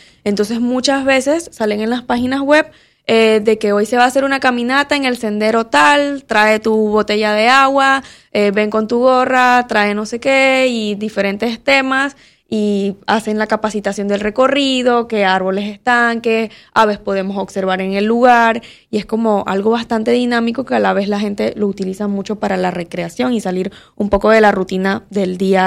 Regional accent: Chiriquí, Panama; also born or lived in Colón; yo nací en Colón, pero crecí en Chiriquí.

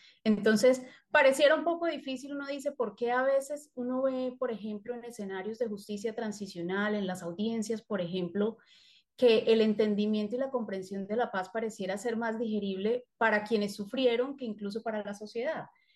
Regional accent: Colombia; desde Colombia uno como colombiano y sale, se da cuenta que el proceso de paz a veces es mucho más valorado

